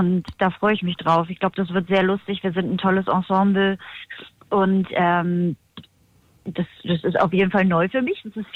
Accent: Halberstadt, Saxony-Anhalt, Germany; die wichtigste Station war einfach meine Heimatstadt, Halberstadt, für mich da groß zu werden, wo irgendwie große Träume in der Kleinstadt wachsen konnten

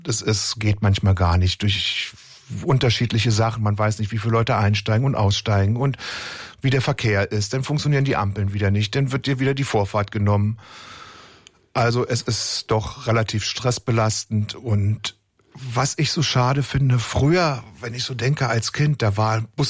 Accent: Haselünne, Lower Saxony, Germany; Haselünde im Emsland, wo es die drei Brennereien gibt, ne?

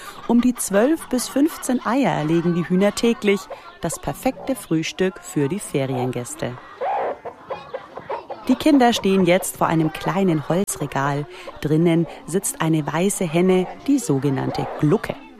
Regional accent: Bavaria, Germany; accent: Franconian rolled R; moved away; Ich komme nämlich gebürtig aus Mittelfranken in Bayern

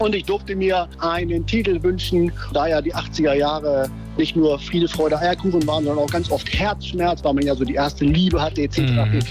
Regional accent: Lower Saxony, Germany; aufgewachsen in Niedersachsen.

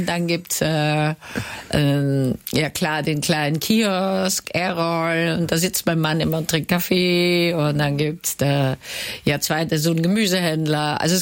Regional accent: Vienna, Austria; Und als Wienerin bin ich ja Traditionalistin, vor allem was die Gebäude angeht.

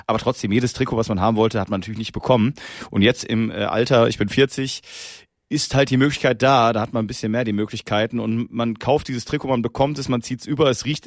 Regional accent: North Rhine-Westphalia, Germany; ich komme aus der Nähe von Duisburg

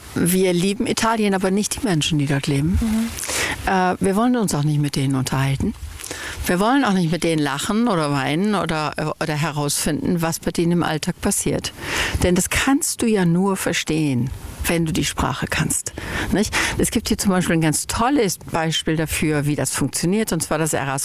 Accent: Germany; now in Italy

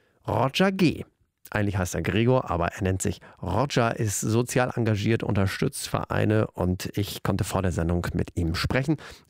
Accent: Emden, Lower Saxony, Germany; Ich meine, ich komme aus Niedersachsen, noch dazu aus Emden.

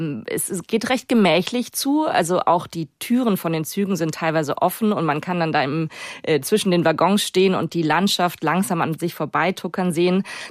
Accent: Germany; wo kommen Sie denn her? Ja, aus Deutschland.

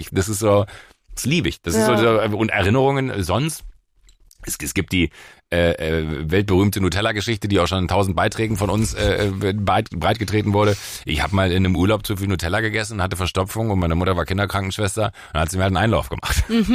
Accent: Rhineland, Germany; Also ich bin im Rheinland da groß geworden, ich bin mit dem Fahrrad in irgendwelche Wälder gefahren, wir haben irgendwelche Hütten gebaut

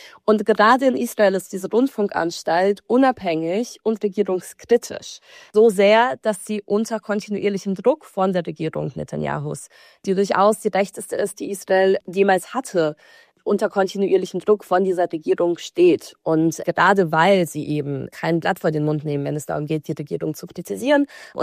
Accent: Belarus; moved away; ich komme aus Belarus. Ich bin lange Zeit mit russischen Medien aufgewachsen

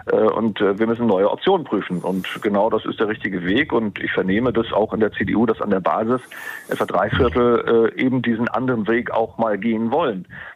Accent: Schwerin, Mecklenburg-Vorpommern, Germany; ich selber dann im direkten Kampf gegen Manuela Schwesig hier in meiner Heimatstadt Schwerin.

